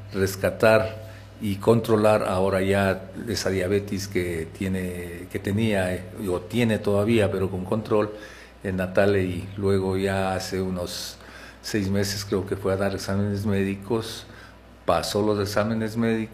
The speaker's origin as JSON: {"language": "Spanish", "town": "Cuchayenza", "region": "Morona Santiago", "country": "Ecuador", "tie": "born or raised there", "first_language": "Shuar", "second_language": "Spanish", "said": "yo nací en Cuchayenza, entonces yo lo primero que aprendí a hablar fue el Shuar."}